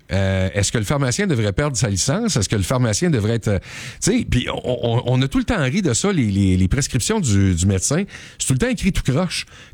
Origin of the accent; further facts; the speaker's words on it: Quebec, Canada; la personne qui s'occupe des pilules chez nous au Québec, c'est les pharmaciens.